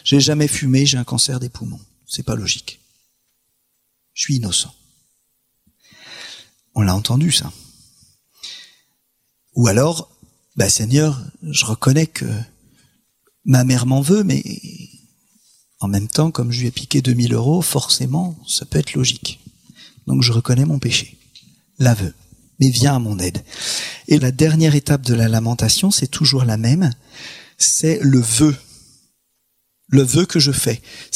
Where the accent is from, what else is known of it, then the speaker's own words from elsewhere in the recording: France; on est français en plus d'être chrétien